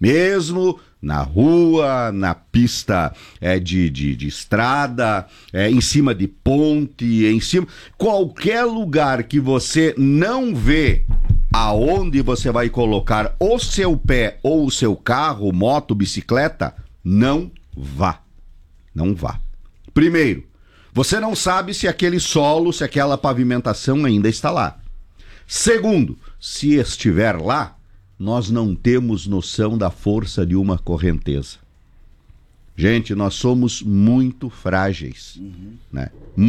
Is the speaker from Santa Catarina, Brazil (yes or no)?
yes; Caçador, Santa Catarina, Brazil; now in Chapecó, Brazil; como lá na minha cidade de Caçador